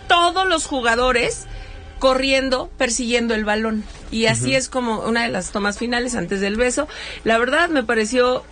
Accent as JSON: {"language": "Spanish", "country": "Mexico", "said": "Como mexicanos tenemos a mi estimado Raúl Jiménez con la selección nacional."}